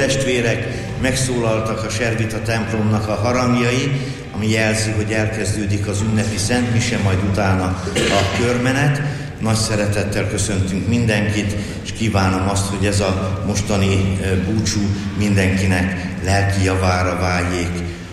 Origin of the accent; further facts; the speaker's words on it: Hungary; now in Eger, Hungary; Aztán utána átkerült Szűcsibe, majd utána pásztor, az meg az én szülőfalum mellett van mind a kettő